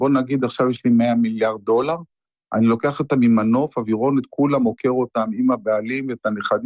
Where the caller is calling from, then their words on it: the South, Portugal; אני אצלך פעם ראשונה, אני מפורטוגל.